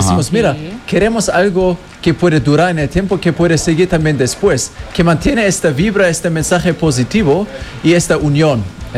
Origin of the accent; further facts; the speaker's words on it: Germany; Spanish is a second language; now in Colombia; Yo soy alemán, pero estoy acá también.